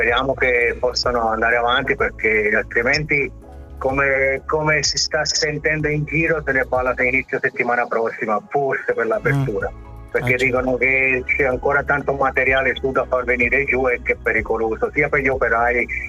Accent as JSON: {"language": "Italian", "town": "Ischia", "region": "Campania", "country": "Italy", "moved": "yes", "said": "Sì, io vengo da Ischia, sono 40 anni che sono qua."}